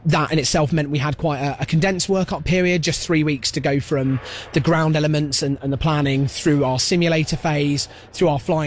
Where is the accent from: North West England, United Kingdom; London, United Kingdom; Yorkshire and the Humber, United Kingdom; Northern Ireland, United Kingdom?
London, United Kingdom; I grew up in South London, and I used to attend Biggin Hill Air Show with my parents every year when I was really young